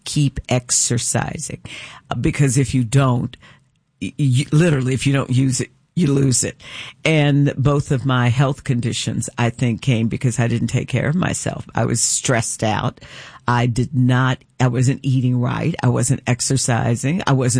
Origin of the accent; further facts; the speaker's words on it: Louisville, Kentucky, United States; I grew up in Smoketown in Louisville, Kentucky.